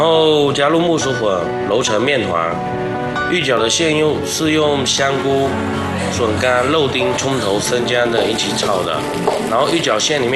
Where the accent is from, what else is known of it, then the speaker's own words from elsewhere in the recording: Sha County, Fujian, China; 我们沙县人